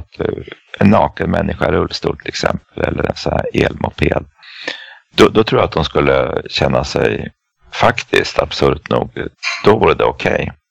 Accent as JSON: {"language": "Swedish", "town": "Eskilstuna", "region": "Södermanland", "country": "Sweden", "tie": "born or raised there"}